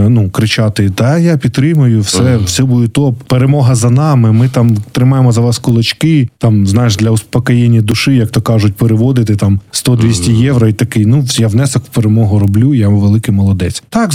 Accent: Kryvyi Rih, Dnipropetrovsk Oblast, Ukraine; вуз у моєму рідному Кривому Розі і продовжив навчання в рідному місті.

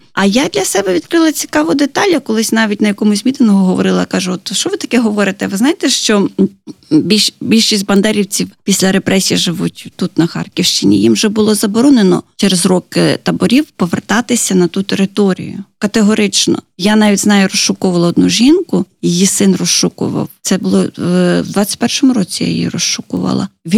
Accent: Lviv Oblast, Ukraine; Львівщина.

